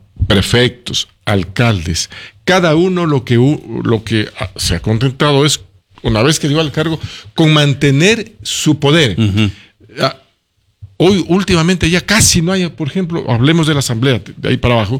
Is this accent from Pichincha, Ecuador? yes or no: no; Cariamanga, Loja, Ecuador; En mi tierra, Cariamanga